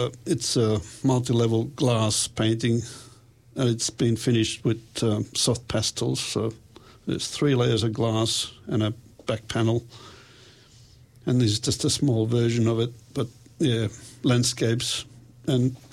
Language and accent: English; Finland; moved away; also born or lived in Perth, Australia; When I moved from Finland, I moved to Australia, Perth, in 77. So I lived there for 38 years and met my wife and we had a daughter, so we moved here 12 years ago now.